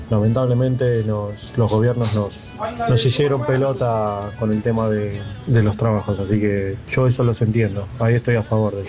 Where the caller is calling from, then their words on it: José C. Paz, Buenos Aires Province, Argentina; de José de Paz.